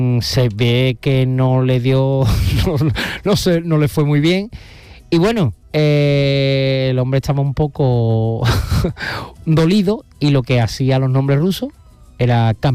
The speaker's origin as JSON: {"language": "Spanish", "town": "Alcalá de Guadaíra", "region": "Andalusia", "country": "Spain", "tie": "born or raised there", "also_born_or_lived": "Seville", "said": "Pero bueno, mi residencia está en Alcalá de Guadaira desde pequeño. Soy alcalareño. Sevillano y alcalareño."}